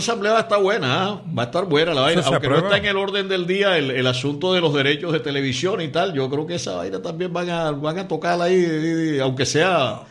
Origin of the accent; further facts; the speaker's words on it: Barranquilla, Atlántico, Colombia; a nosotros como barranquilleros nos enorgullece